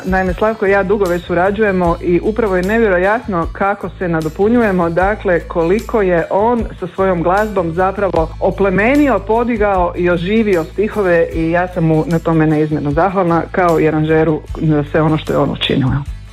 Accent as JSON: {"language": "Croatian", "town": "Zagreb", "region": "City of Zagreb", "country": "Croatia", "tie": "born there", "said": "Ja sam rođena u Zagrebu. Meni je majka Ljerka iz Ludbrega, Podravine, a moj otac je iz Ljubuškog."}